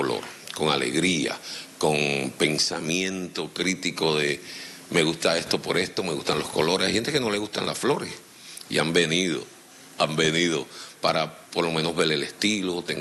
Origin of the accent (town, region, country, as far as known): Puerto Rico